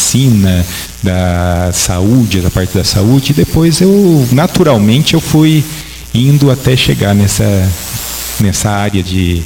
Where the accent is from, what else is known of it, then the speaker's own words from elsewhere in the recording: Espírito Santo do Pinhal, São Paulo, Brazil; Eu sou nascido e criado aqui em Pinhal